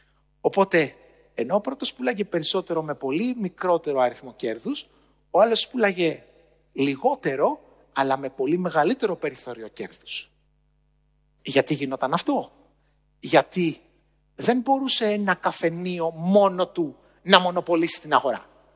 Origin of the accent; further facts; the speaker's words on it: Agrinio, Western Greece, Greece; Στο χωριό μου λοιπόν, στο Αγρίνιο, εκεί που μεγάλωσα, στον Αβαρίκο το Λακαρναμίας, ένα μικρό χωριό που είναι κοντά στο Θέρμο